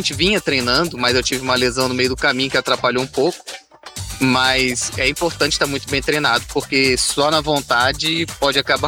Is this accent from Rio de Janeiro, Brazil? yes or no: yes; Rio de Janeiro, Brazil; eu, quando era mais jovem, como sou do Rio de Janeiro, eu fazia muita trilha